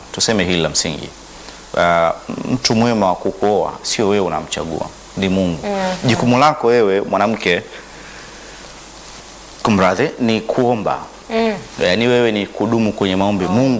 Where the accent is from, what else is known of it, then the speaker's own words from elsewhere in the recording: Songea, Ruvuma, Tanzania; moved away; Kule kwetu Songea wanasema mpaka Liamba.